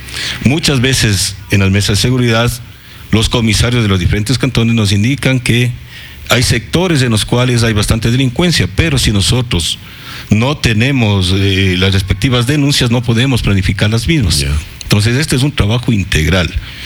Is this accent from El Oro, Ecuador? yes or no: no; Quito, Pichincha, Ecuador; moved away as an adult; now in Ambato, Ecuador; Yo soy de Quito.